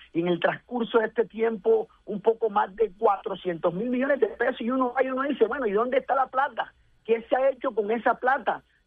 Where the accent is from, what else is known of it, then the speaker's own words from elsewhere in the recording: Barranquilla, Atlántico, Colombia; como barranquillero, como atlanticense